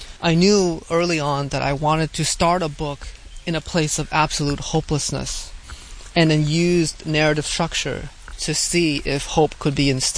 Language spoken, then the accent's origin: English; Hartford, Connecticut, United States; You know, when I was a little boy growing up in Hartford